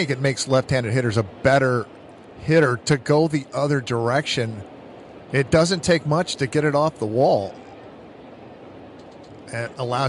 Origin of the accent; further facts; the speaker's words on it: Boston, Massachusetts, United States; accent: Boston; I had to throw my Boston accent in there.